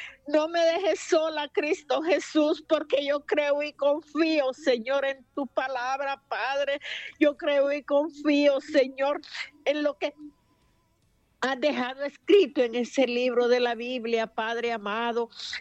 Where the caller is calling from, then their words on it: Comayagüela, Francisco Morazán, Honduras; de Comayagüela